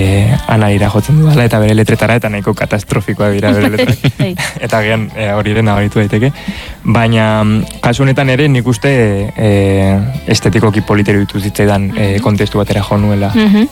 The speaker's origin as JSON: {"language": "Basque", "town": "Pamplona", "region": "Navarre", "country": "Spain", "tie": "born or raised there", "said": "ni Iruñekoa naiz, beti anik bizi izan naiz Iruñean"}